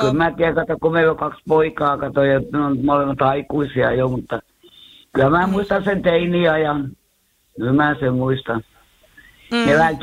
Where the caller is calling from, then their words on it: Tampere, Pirkanmaa, Finland; Kaukajärvellä.